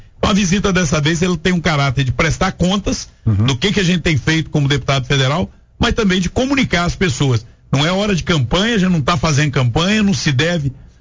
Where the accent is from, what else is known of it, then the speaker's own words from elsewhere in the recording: Minas Gerais, Brazil; Aqui que é também a minha terra, eu vim compartilhar essa decisão agora definitiva da gente se colocar como pré-candidato ao Senado.